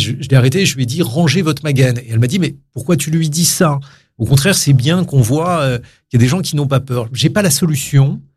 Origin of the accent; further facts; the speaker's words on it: France; Nous sommes français, on est français depuis que la France s'est faite.